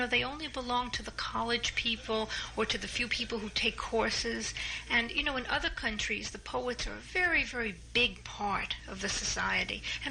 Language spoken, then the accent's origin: English; Newark, New Jersey, United States; growing up in Newark